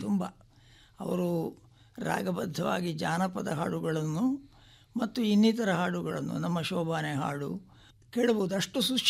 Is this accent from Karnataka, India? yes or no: no; Kerala, India; also born or lived in Kirikkadu, near Perdala, Kerala; ಕೀರಿಕ್ಕಾಡನ್ನು ಬಿಟ್ಟು, ನನಗಾಗ 3-4 ವರ್ಷವೂ ಆಗಿರ್ಬೋದು, ಕೀರಿಕ್ಕಾಡನ್ನು ಬಿಟ್ಟು ಬನಾರಿಗೆ ಬಂದರು. … ಅಂಟಿಕೊಳ್ಳುವುದಕ್ಕೆ ಕಾರಣ ಆ ಬನಾರಿಗೆ ಬಂದದ್ದು.